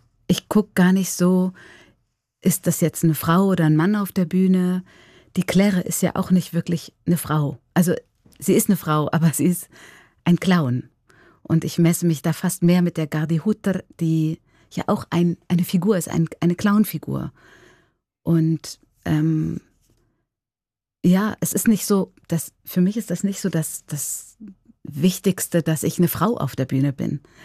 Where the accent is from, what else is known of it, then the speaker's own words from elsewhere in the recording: Germany; now in Kollbrunn, Switzerland; Ich bin eine Deutsche und ich wohne in Kolbrunn.